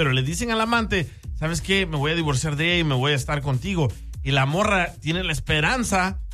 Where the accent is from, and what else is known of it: El Salvador